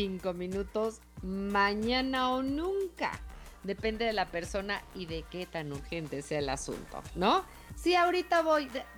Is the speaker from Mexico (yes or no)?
yes; Mexico; Todos nosotros que somos mexicanos